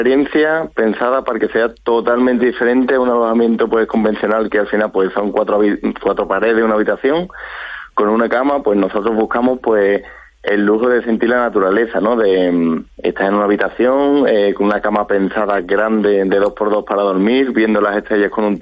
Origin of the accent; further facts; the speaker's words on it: Archidona, Andalusia, Spain; born there; also born or lived in Seville; yo he pasado parte de mi infancia ahí, me enamora esa tierra, la gente de esa tierra, el campo, la naturaleza, y cada vez que yo estoy combinando entre Sevilla y Málaga, porque también pues nací en Sevilla